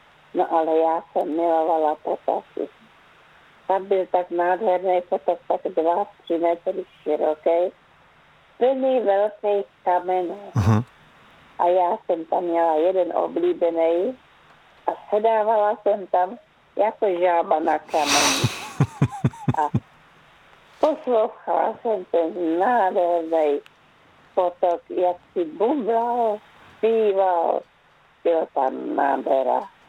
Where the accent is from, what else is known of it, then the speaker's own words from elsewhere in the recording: Liptovský Mikuláš, Žilina Region, Slovakia; now in Plzeň, Czechia; Vyrůstala jsem v Litovské Mikuláši. Nádherné místo. Město úplně otočené s takovým vědečkem hor.